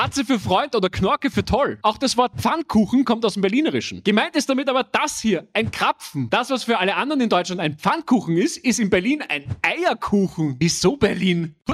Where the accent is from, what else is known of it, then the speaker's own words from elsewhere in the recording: Austria; Bei uns in Österreich sind das Batschen.